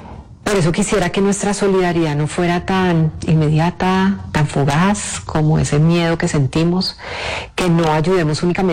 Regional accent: Colombia; así somos los colombianos, empáticos, considerados

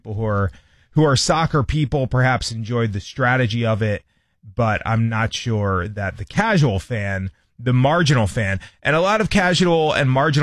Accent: United States; as American sports fans

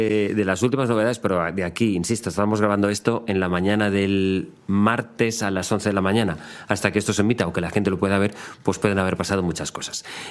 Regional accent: Valencian Community, Spain; Siendo yo valenciano es una expresión complicada.

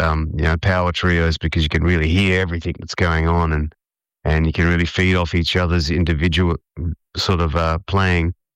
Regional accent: Adelaide, South Australia, Australia; Then my hometown, Adelaide, at the Gov, Governor Hindmarsh, on the 28th of November.

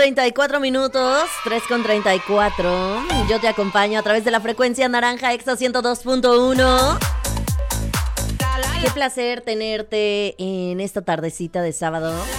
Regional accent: San Luis Potosí, Mexico; yo iba llegando a San Luis. Hace 3 meses que llegué a San Luis. Yo soy potosina. Yo soy de San Luis Potosí. Yo soy de San Luis Potosí. Yo soy de San Luis Potosí, pero estuve un año trabajando fuera.

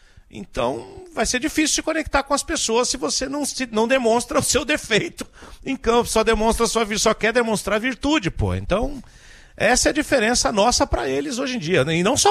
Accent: Brazil; Como nós também, brasileiros

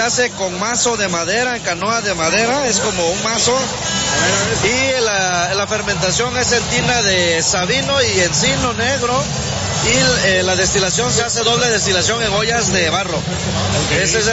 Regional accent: Villa Sola de Vega, Oaxaca, Mexico; nosotros somos del municipio de Villa Sola de Vega, somos la quinta generación de productores, las cinco generaciones hemos trabajado al mezcal ancestral.

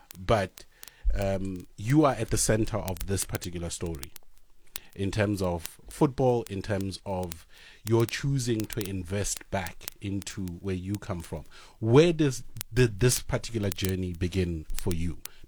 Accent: Pretoria, Gauteng, South Africa; also born or lived in Cape Town; Growing up in Pretoria and Atteridgeville, I learned how to play cricket on gravel. And it was when we moved to Cape Town where I was able to play on grass.

